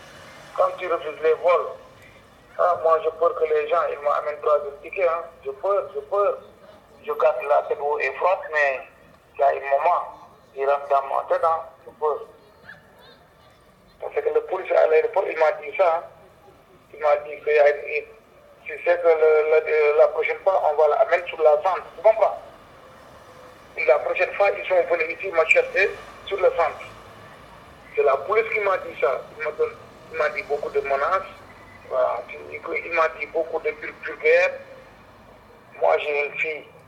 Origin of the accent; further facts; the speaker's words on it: Senegal; moved away as an adult; now in Belgium; mon pays d'origine du Sénégal. Ouais, ça fait 8 ans que je suis là en Belgique. Moi, je venais ici en 2015